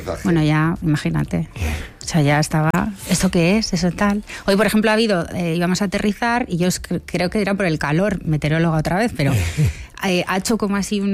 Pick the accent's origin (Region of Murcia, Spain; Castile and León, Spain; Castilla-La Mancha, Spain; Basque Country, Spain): Basque Country, Spain; Bilbao; lo primero es que yo soy de Bilbao y no voy en avión nunca a Bilbao.